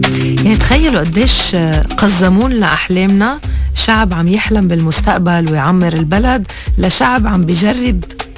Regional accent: Lebanon; نحن كلنا لبنانية

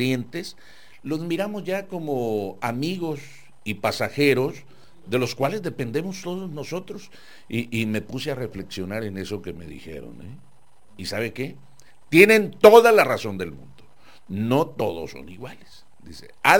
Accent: Jalisco, Mexico; now in Tijuana, Mexico; quebramuelas, le decían en mi pueblo. Allá en Jalisco

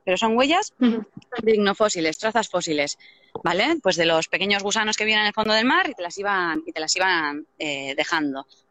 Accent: Deba, Basque Country, Spain; born there; also born or lived in Zumaia

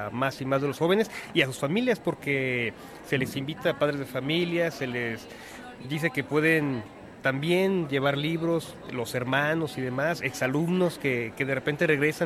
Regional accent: Lagos de Moreno, Jalisco, Mexico; soy de Lagos de Moreno, Jalisco.

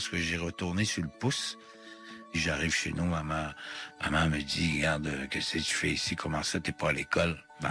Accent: Pessamit, Quebec, Canada; Je suis natif de Pessamit, sur la côte nord, entre Forestville et Baie-Comeau.

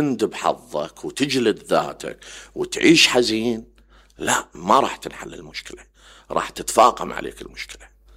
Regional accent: Iraq; إحنا تعبت كعراقي، مو تعبت

